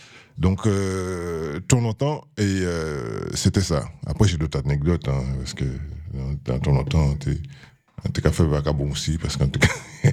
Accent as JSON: {"language": "French", "town": "Les Abymes", "country": "Guadeloupe", "tie": "born or raised there", "said": "moi, je suis de la Guadeloupe et l'école se trouvait. Moi, je suis des Abîmes, donc tous ceux qui connaissent les Abîmes, j'étais à côté du côté de Néré."}